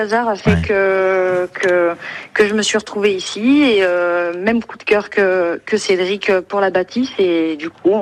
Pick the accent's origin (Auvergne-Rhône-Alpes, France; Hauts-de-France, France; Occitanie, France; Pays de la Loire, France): Auvergne-Rhône-Alpes, France; Saint-Chamond; now in Saint-Just-Saint-Rambert, France; Oui, moi je suis originaire de Saint-Chamond.